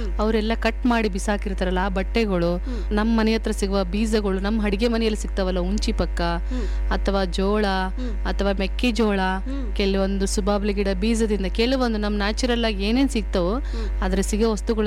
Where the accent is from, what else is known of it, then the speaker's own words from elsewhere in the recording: Hanumanahalli, Karnataka, India; ನನ್ನ ತವ್ರ ಮನೆ ಗಂಗಾವತಿ, ಅದ್ರ ಹತ್ರದಲ್ಲಿ ಬರೋ ಹನುಮನಹಳ್ಳಿ. ಇವಾಗ ಅಂಜಿನಾದ್ರಿ ಬೆಟ್ಟ ಅಂತಾರಲ್ಲ ಅದೇ ಊರು ನನ್ನ ಊರು.